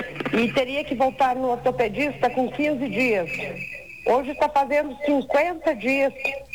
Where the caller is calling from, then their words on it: Santa Catarina, Brazil; Eu falo do São Francisco.